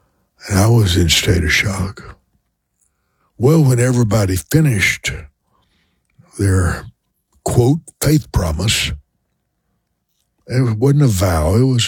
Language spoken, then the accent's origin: English; Lake Charles, Louisiana, United States; I drive back home to my hometown where I was born, Lake Charles, Louisiana.